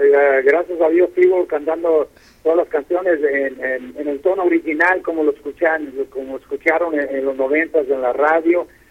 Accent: Los Angeles, California, United States; moved away as an adult; now in Mexico; soy nacido y criado en California, en un lugar que se llama Pacoima. Y yo me vine a México en el 89

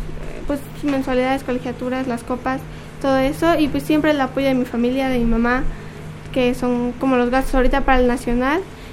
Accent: Contla, Tlaxcala, Mexico; Tengo 15 años, soy de aquí de Tlaxcala, del municipio de Contla

